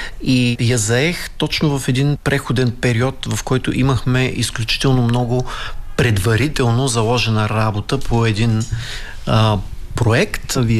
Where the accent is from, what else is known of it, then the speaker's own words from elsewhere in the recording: Dimitrovgrad, Haskovo Province, Bulgaria; moved away as an adult; also born or lived in Varna; now in Dobrich, Bulgaria; Аз съм родом от Димитровград. Да, и като тракиец по кръв и по родно място, всъщност към Добруджа ме отвя един вятър, аз станах студент във Варна първо и после в последствие така се случиха нещата, че останах там и да работя, и да уча.